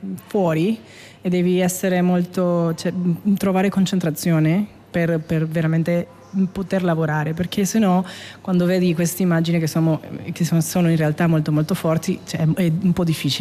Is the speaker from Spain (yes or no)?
no; Venezuela; Italian is a second language; del mio paese senza anche parlare di questa tragedia che abbiamo vissuto in Venezuela